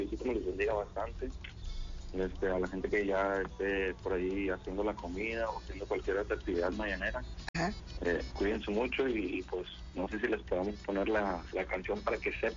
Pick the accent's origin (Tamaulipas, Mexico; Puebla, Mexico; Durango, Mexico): Tamaulipas, Mexico; Ciudad Mante; now in Nuevo León, Mexico; yo soy una persona en Tamaulipas, yo soy tamaulipeco, pero vivo acá en Nuevo León.